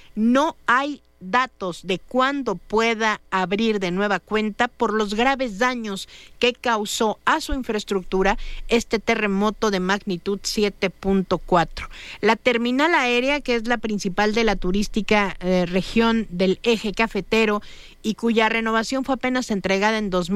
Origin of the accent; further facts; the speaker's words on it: Mexico; así somos los mexicanos.